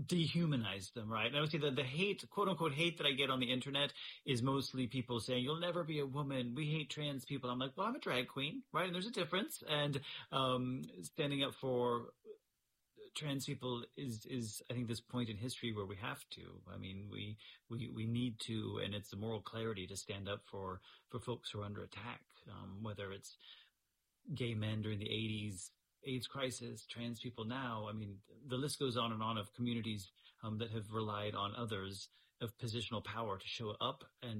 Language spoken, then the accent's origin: English; Indiana, United States; they were married in my hometown church in central Indiana